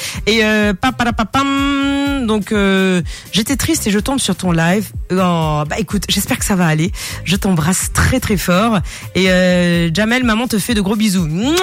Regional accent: Mauritius; Nous avons de très très beaux talents chez nous à Maurice.

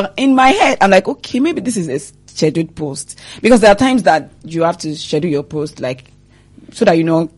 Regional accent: Nigeria; as a Nigerian citizen

